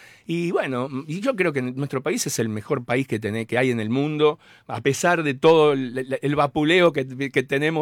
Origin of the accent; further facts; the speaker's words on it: Argentina; yo soy recontra argentino